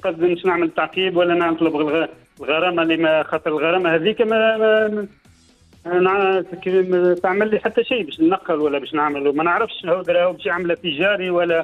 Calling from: El Aouina, Tunis Governorate, Tunisia; من العوينة تونس.

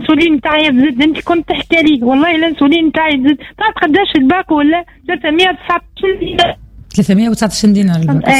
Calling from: Tunisia

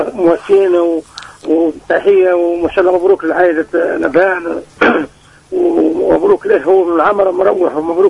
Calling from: Ben Guerdane, Medenine, Tunisia; من بنكرديان.

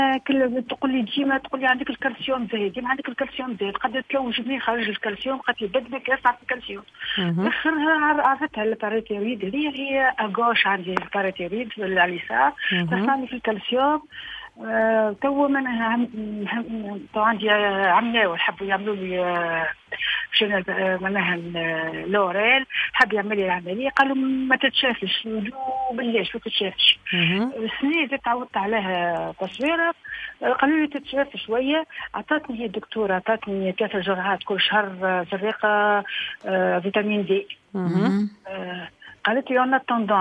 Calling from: Sousse, Sousse Governorate, Tunisia

